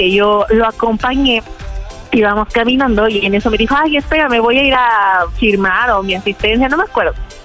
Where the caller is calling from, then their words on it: Iguala, Guerrero, Mexico; Claro, soy de aquí, del estado, hermoso estado de Guerrero, de Iguala.